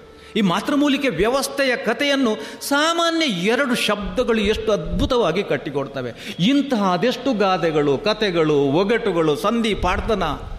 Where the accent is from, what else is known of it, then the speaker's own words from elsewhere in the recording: Karnataka, India; ತುಳು ಭಾಷೆ ಏನು, ಅದರ ಸೊಗಸನ್ನು ಅರ್ಥ ಮಾಡಿಕೊಳ್ಳುವಲ್ಲಿ ಖಂಡಿತವಾಗಿಯೂ ನಾವು ತುಳುವರು ಸೋತಿದ್ದೇವೆ.